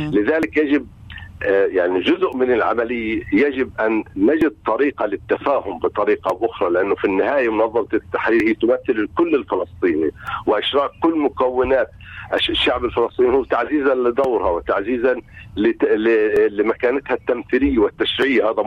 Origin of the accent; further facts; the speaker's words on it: Palestine; لذلك في لدينا الإمكانية كفلسطينيين أن نبتدع من الأساليب ما يعزز الحالة الديمقراطية